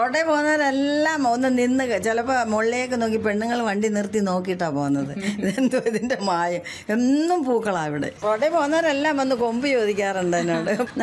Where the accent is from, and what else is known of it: Pattazhi, Kerala, India; moved away